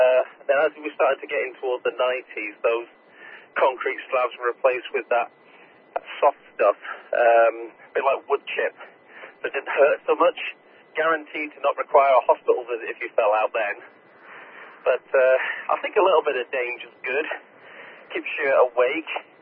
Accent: United Kingdom; being a British guy

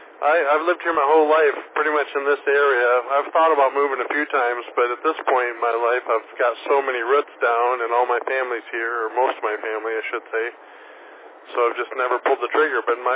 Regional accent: Wyoming, Michigan, United States; Sir, I live in Wyoming. It's a little suburb of Grand Rapids, a little southwest suburb of Grand Rapids.

